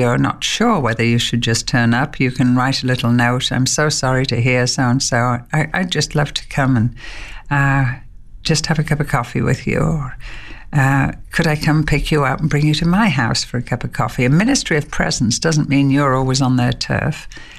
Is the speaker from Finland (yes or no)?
no; England, United Kingdom; and I'm English.